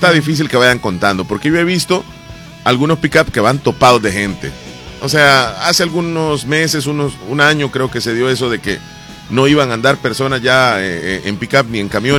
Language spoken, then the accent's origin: Spanish; El Salvador; voy aguantando brisa como un salvadoreño normal